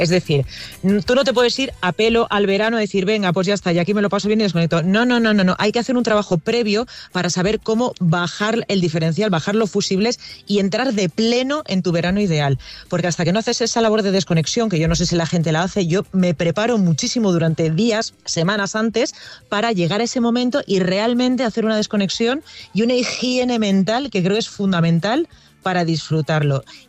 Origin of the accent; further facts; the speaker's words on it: La Vall d'Uixó, Valencian Community, Spain; Yo soy de Baiduxó, que es un pueblo que está rodeado de montañas y que tiene el mar muy, muy, muy, muy cerquita.